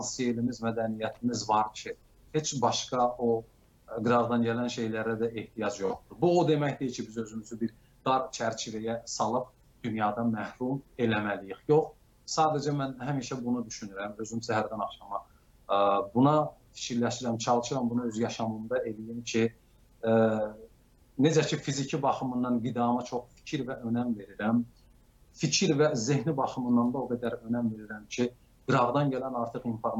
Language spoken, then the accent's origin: Azerbaijani; Qoşasay, Iran; moved away as an adult; also born or lived in Urmia / Tehran; now in Baku, Azerbaijan; Mən 20 yaşımda Qoşasaydan köçdüm. Urmiyaya, sonra oradan köçdüm Tehrana, bir neçə il orada yaşadım, oradan köçdüm, gəldim Bakıya.